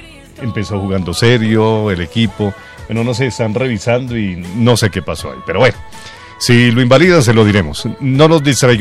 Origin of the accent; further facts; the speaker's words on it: Colombia; Entonces ya los colombianos nos creemos campeones del mundo, como los argentinos